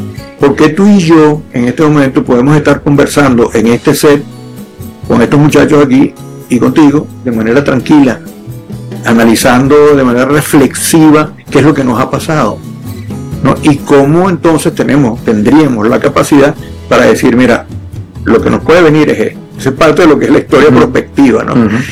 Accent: Venezuela; nosotros, los venezolanos, tenemos que vernos como los colombianos, como los mexicanos

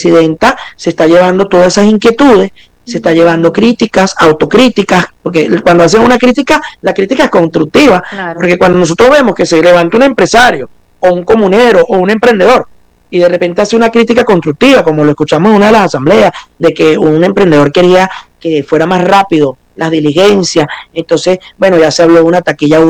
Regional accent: Chacao, Miranda, Venezuela; yo como padre de familia, como venezolano, como ciudadano, como vecino de Chacao, del estado Miranda, un municipio que en algún momento fue muy violento, mucha violencia política

